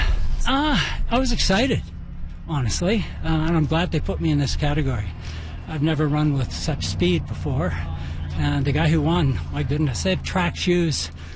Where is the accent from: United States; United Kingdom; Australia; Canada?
Canada; Nelson, British Columbia; I'm from Nelson, B.C. I'm here with my wife visiting family.